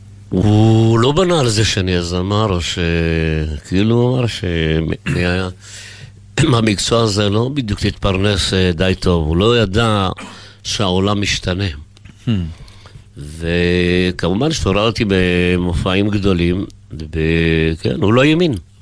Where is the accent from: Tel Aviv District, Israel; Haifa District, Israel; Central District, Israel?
Tel Aviv District, Israel; Ramat HaSharon; אני נולדתי במורשה ברמת השלום.